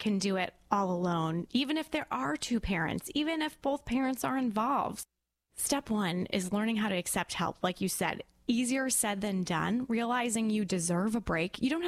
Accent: Royalston, Massachusetts, United States; So I grew up in Royalston, Massachusetts, which is a very small town.

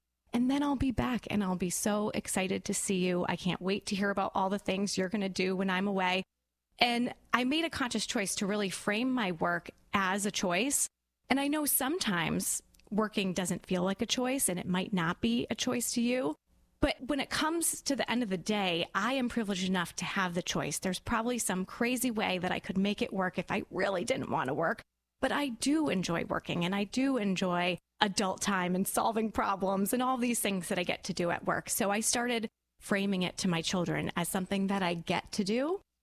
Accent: Royalston, Massachusetts, United States; So I grew up in Royalston, Massachusetts, which is a very small town.

